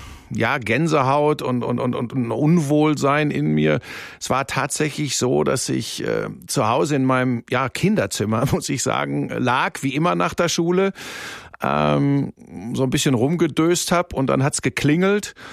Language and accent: German; Hagen, North Rhine-Westphalia, Germany; also born or lived in Bottrop / Cologne; now in Munich, Germany; Ja, ich bin geboren in Bottrop. Das ist Inbegriff des Ruhrgebiets. Bin dann aufgewachsen in Hagen. Das ist so Tor zum Sauerland, Ruhrgebiet.